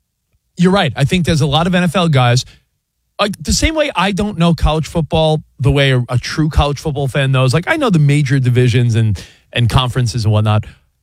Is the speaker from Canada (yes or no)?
no; New York, United States; I grew up on Long Island.